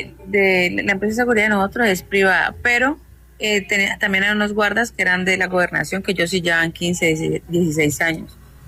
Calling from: Yumbo, Valle del Cauca, Colombia; Desde Yumbo.

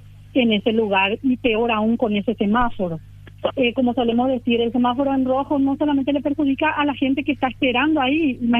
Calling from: Paraguay; como somos los paraguayos

